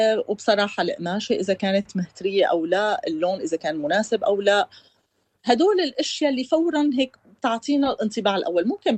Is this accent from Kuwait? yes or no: no; Syria; كسورية، أولا كنظرة الناس للدبلوماسيين عنا.